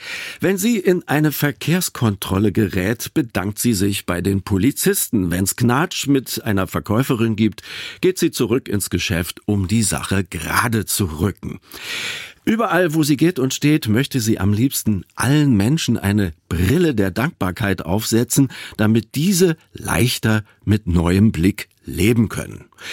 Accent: Berlin, Germany; Also ich kenne nur als Berliner Danke für nichts.

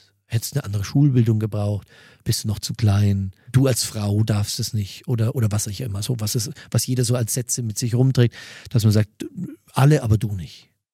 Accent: Mühldorf am Inn, Bavaria, Germany

